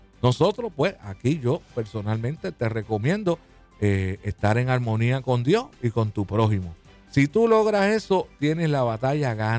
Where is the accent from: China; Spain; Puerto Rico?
Puerto Rico; yo soy de Mameye en 1960.